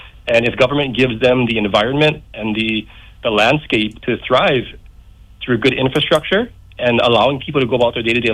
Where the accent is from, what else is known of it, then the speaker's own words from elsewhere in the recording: Hawaii, United States; So, yeah, Kauai is very important to me. I'm born and raised on Kauai. Fourth generation.